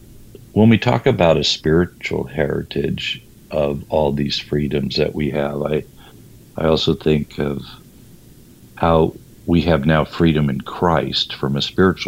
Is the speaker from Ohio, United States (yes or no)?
no; California, United States; So being born and raised in California